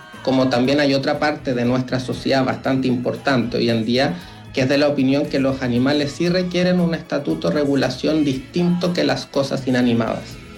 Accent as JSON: {"language": "Spanish", "country": "Chile", "said": "nuestra organización como comunidad chilena"}